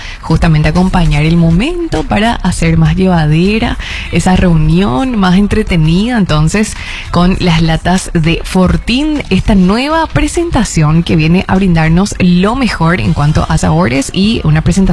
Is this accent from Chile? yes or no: no; Paraguay; esta info nos regala un motivo para sentir orgullo como paraguayos